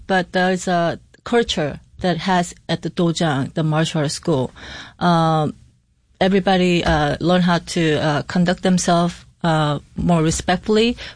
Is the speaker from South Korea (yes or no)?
yes; South Korea; now in Rochester, United States; So I'm from Korea.